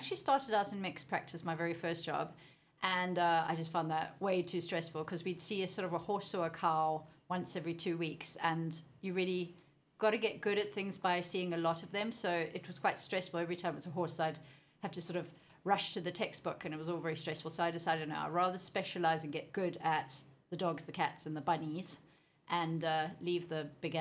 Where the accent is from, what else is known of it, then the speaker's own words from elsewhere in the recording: Cape Town, Western Cape, South Africa; moved away as an adult; also born or lived in United Kingdom; now in Mallorca, Spain; I'm from Cape Town.